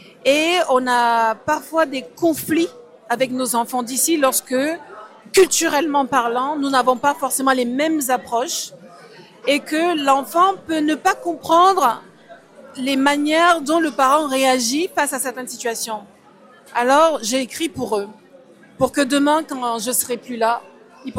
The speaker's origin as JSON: {"language": "French", "country": "Cameroon", "said": "Moi, je viens du Cameroun, je suis d'origine"}